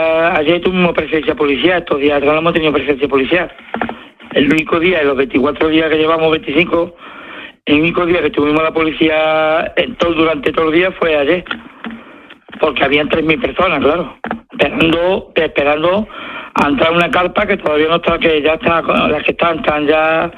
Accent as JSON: {"language": "Spanish", "country": "Spain", "tie": "born there"}